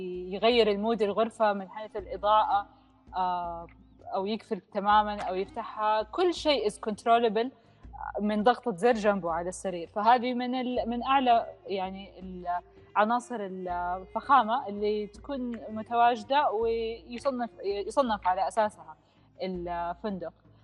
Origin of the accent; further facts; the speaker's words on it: Jeddah, Makkah Province, Saudi Arabia; عندنا في جدة